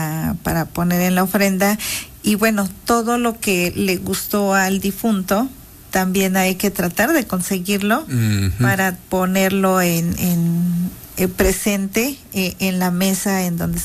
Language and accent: Spanish; Mazatec region, Mexico